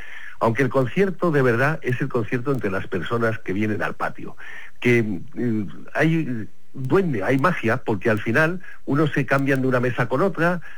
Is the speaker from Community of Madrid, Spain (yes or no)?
yes; Madrid, Community of Madrid, Spain; yo soy madrileño